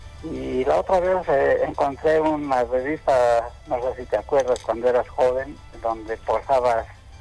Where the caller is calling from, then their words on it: El Alto, La Paz, Bolivia; De Ciudad Satélite